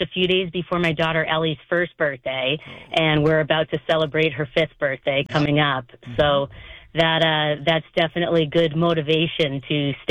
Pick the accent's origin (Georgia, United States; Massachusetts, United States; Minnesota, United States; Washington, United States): Massachusetts, United States; Andover; moved away; my hometown of Andover